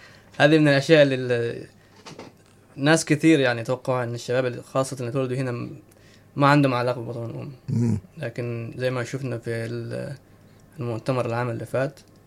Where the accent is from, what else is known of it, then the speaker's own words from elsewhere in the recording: Eritrea; now in Australia; وفي حياتي كانسان إريتري مسلم في استراليا يعني